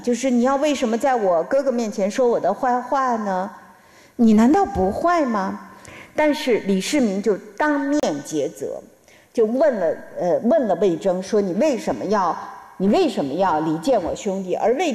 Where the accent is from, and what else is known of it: China